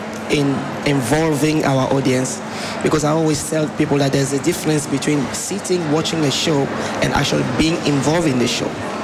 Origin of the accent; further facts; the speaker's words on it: Côte d’Ivoire; now in Australia; we do back home in Ivory Coast.